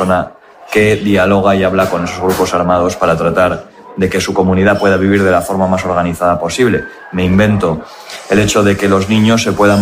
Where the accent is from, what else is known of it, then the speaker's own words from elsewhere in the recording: Getxo, Basque Country, Spain; las personas que hemos nacido y que hemos crecido en este pueblo, ¿no? En esta zona concreta del pueblo.